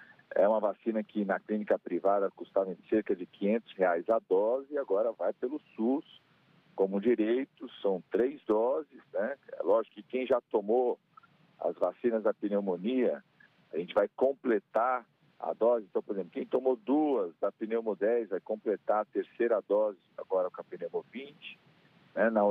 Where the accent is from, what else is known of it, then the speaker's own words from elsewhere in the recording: São Paulo, Brazil; Hoje eu estou aqui em São Paulo, na região do Campo Limpo, é uma região onde eu cresci